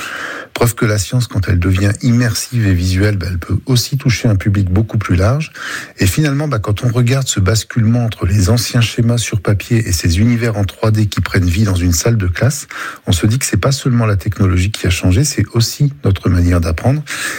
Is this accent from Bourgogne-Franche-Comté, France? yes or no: yes; Bourgogne-Franche-Comté, France; Vous avez dit bourguignonne, moi je dis nivernaise, je suis originaire de la Nièvre.